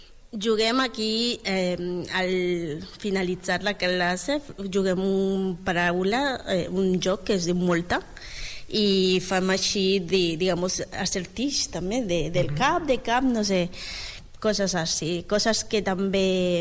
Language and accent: Catalan; Bolivia; Catalan is a second language; moved away as an adult; now in Spain; Ah, soc boliviana.